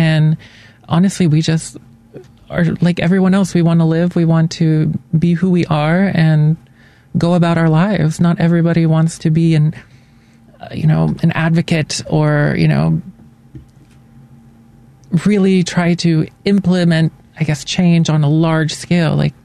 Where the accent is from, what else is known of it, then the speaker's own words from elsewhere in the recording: Tennessee, United States; moved away; And, you know, like I said, I'm originally from Tennessee. There are a lot of laws that make it where I do not feel safe or comfortable going to see the family that I do have there.